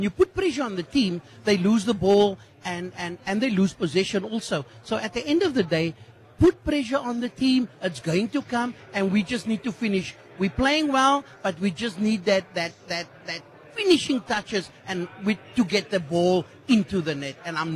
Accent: Cape Town, Western Cape, South Africa; I'm from Athlone area, and what a game.

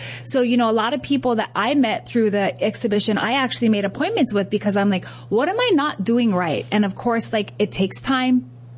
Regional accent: Hawaii, United States; Yeah, and I want to say for me as a Hawaiian, it's so important that I preach this message to other Hawaiians, because owning land is a thing.

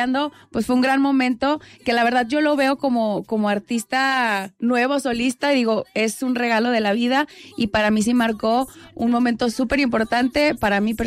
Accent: Durango, Mexico; now in Mexico City, Mexico; yo soy de Durango. Actualmente radico en la Ciudad de México

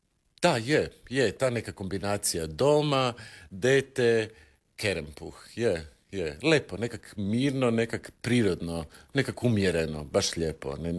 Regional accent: Zagreb, City of Zagreb, Croatia; Odrastao sam u Prečkom.

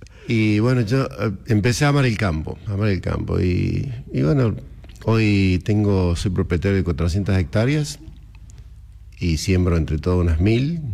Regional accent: Monte del Rosario, Córdoba, Argentina; mamá hija de italianos. Pero siempre tuve el campo en la zona rural. El pueblito donde yo nací se llama Monte del Rosario, pueblito de 150 habitantes.

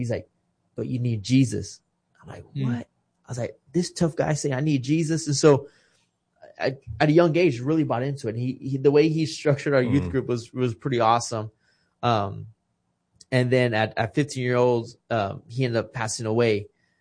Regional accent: Kingsville, Texas, United States; Yes, I'm born and raised in Kingsville, Texas. My dad's from L.A.

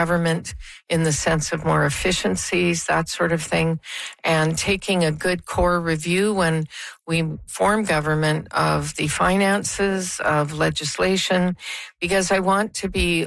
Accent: Canada; I'm a Canadian, born and bred. We have our own way of doing things here.

